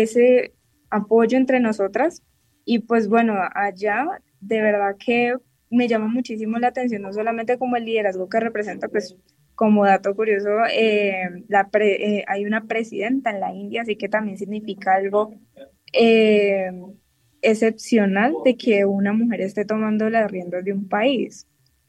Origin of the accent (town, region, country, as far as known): Colombia